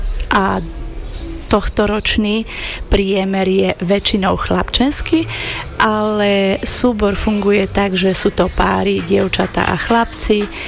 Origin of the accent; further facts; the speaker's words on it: Romania; Takže zatiaľ vystupujeme len doma v Rumunsku.